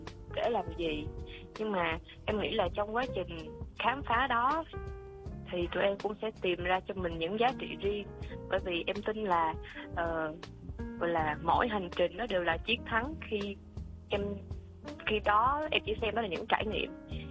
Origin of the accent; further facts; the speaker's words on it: Ho Chi Minh City, Vietnam; Tại vì bản thân em là em sinh ra và lớn lên ở thành phố Hồ Chí Minh luôn.